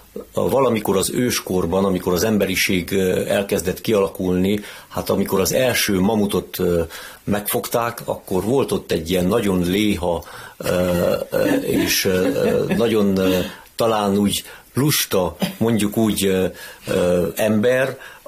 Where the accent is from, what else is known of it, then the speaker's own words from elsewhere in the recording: Hungary; Ez számomra egy felhívás volt, hogy azért figyeljek oda arra, hogy én magyar vagyok, és pozitív értelemben próbáljak tenni a magyarságomért.